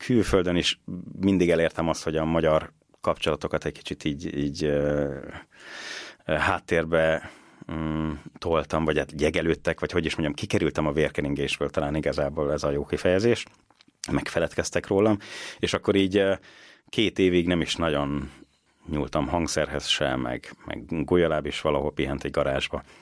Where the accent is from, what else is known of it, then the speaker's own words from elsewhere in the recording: Debrecen, Hajdú-Bihar, Hungary; végülis debreceniként büszkeségnek is mondhatnám